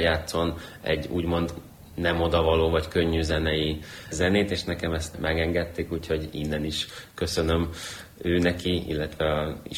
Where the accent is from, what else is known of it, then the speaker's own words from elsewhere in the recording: Hungary; born there; Hungarian is a second language; also born or lived in Ukraine; Én Ukrajnában születtem, 8 éves koromig ukránként nőttem föl, gyakorlatilag negyed részben vagyok magyar a nagypapám révén. És amikor 8 éves voltam, 2003-ban költöztünk Magyarországra